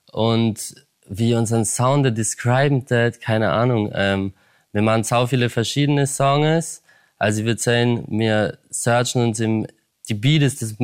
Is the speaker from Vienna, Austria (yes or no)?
no; Hard, Vorarlberg, Austria; also born or lived in Lustenau; now in Berlin, Germany; Ich komme aus Hard und aus Lustenau. Und wir sind gemeinsam nach Berlin gezogen vor 5 Jahren